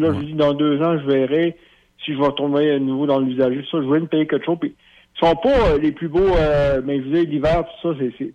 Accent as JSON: {"language": "French", "region": "the Maritimes", "country": "Canada", "said": "moi je viens des Maritimes"}